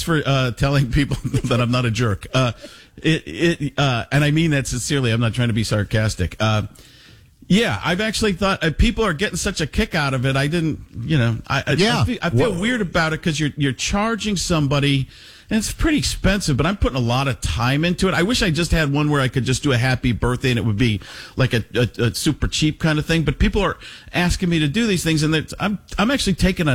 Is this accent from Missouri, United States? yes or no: no; Waukesha, Wisconsin, United States; born or raised there